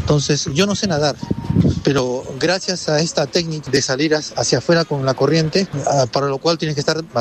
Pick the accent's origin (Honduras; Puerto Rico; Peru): Peru; Un saludo enorme, soy ponedor de Perú, saludos.